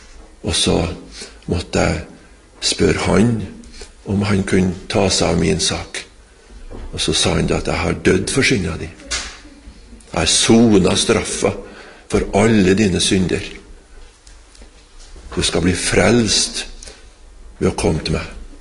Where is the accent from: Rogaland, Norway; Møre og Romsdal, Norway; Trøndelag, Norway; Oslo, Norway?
Trøndelag, Norway; Trondheim; born there; Jeg var 15 år, og så da var ikke jeg hjemme i Trondheim, men jeg var på Sunnmøre, på hjemplassen til far min.